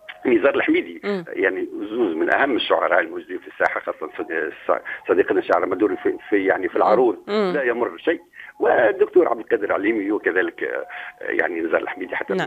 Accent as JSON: {"language": "Arabic", "town": "Majel Bel Abbès", "region": "Kasserine Governorate", "country": "Tunisia", "said": "هالبلاد اللي جات في غرب البلاد اللي جات محلية الجزائر اللي جات بين جبال"}